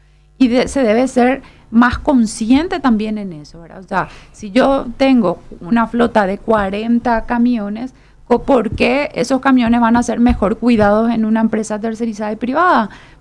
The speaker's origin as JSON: {"language": "Spanish", "town": "Lambaré", "region": "Central", "country": "Paraguay", "said": "Yo soy una ciudadana de Lambaré."}